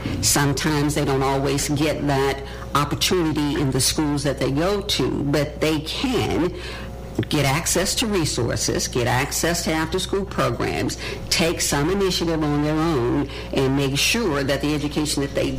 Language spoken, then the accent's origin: English; Barre, Vermont, United States; Yes, and I grew up in Barre City.